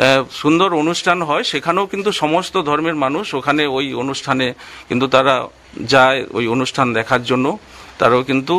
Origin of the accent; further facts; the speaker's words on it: West Bengal, India; আমাদের গ্রামটি খুব মনোরম গ্রাম, যে গ্রামীণ যে পরিবেশ সেই গ্রামীণ পরিবেশ রয়েছে। তো এখানে এই যে ঐতিহ্যপূর্ণ গ্রাম, এই গ্রামটি মহিষাদলের যে ইতিহাস, যে মহিষাদলের যে রাজবাড়ি, সেই ইতিহাসের সঙ্গেও